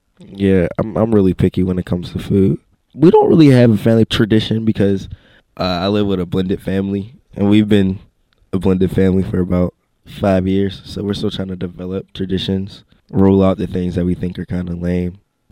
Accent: Pittsburgh, Pennsylvania, United States; born there; I'm 16 years old, and I attend Holy Family Academy. I was born in Pittsburgh

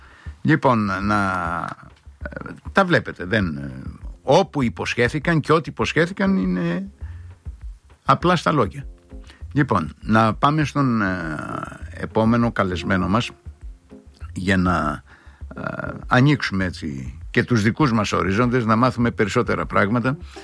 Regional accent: Ierapetra, Crete, Greece; οι αντιδράσεις κάτω στην ιδιαίτερη πατρίδα μου, ένα από τους ιδιαίτερους τόπους της Κρήτης που μεγάλωσα, την Ιερά Πέτρα

